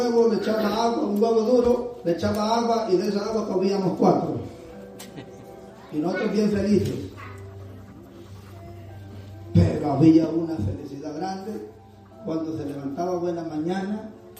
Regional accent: El Salvador; moved away

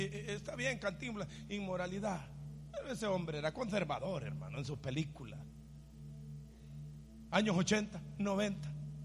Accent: El Salvador; moved away; Yo me recuerdo en los tiempos que yo me crecí. En mi país, El Salvador. El purgacito de América, en Centroamérica.

